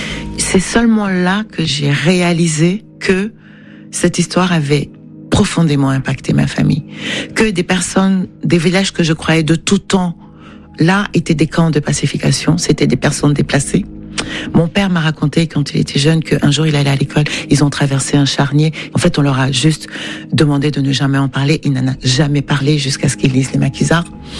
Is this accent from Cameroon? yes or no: yes; Cameroon; now in Paris, France; J'ai le besoin de rentrer régulièrement au Cameroun. J'ai le besoin de partir du Cameroun. J'ai tout ça, en fait. Je suis aussi faite de tout ça. J'aime partir. Je vis à Paris